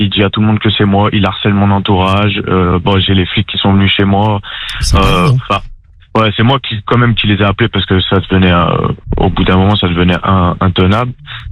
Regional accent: Lyon, Auvergne-Rhône-Alpes, France; moi j'habite dans un village et donc je viens de Lyon.

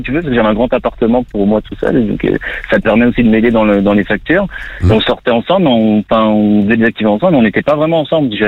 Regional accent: France; Moi, je suis français. Moi, je suis français et je suis venu faire un visa voyage-vacances ici, enfin travail-vacances.

